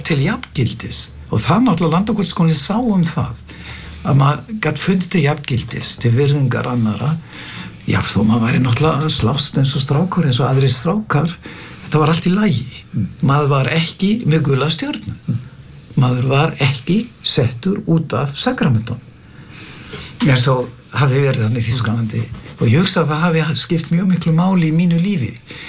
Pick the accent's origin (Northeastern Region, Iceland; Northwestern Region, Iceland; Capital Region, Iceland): Northwestern Region, Iceland; Stóragiljá; Ég var uppalinn svona hálfuleiti á Stórugiljá, Norður Húnaþingi